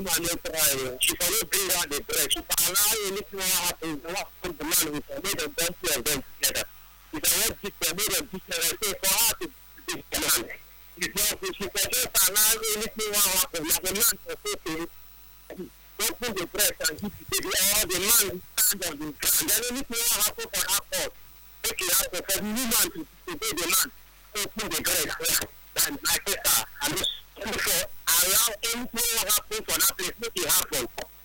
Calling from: Kampala, Central Region, Uganda; I'm enjoying your program. I'm calling from Kampala.

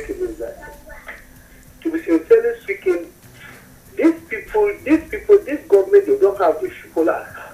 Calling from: Vom, Plateau, Nigeria; from Vom.

